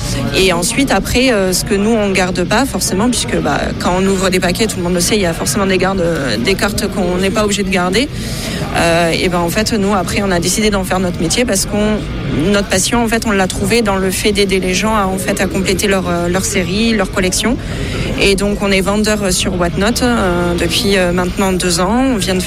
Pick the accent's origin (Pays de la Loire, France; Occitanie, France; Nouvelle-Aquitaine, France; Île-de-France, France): Occitanie, France; Castelsarrasin; parce que c'est pas celui auquel je vais d'habitude, parce qu'on est de Castel.